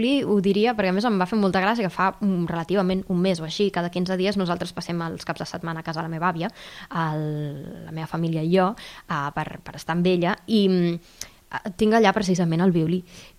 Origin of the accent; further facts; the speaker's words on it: Caldes, Catalonia, Spain; born there; Jo vaig estudiar aquí el Tot Música d'aquí, de Caldes.